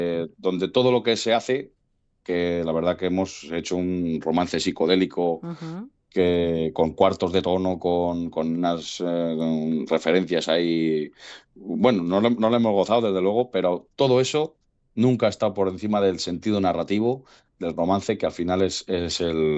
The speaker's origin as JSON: {"language": "Spanish", "region": "Castile and León", "country": "Spain", "tie": "born there", "said": "el grupo de danzas de mi pueblo, en el grupo de danzas Bieldo, de Vallarado."}